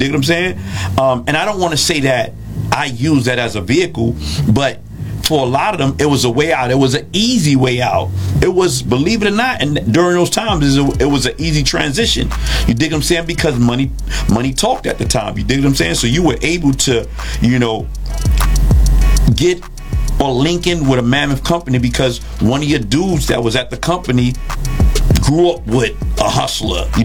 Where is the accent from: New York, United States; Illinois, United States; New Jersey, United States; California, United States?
New York, United States; Bronx; Growing up in the Bronx, of course, you know, they say we are the Mecca of it all. How about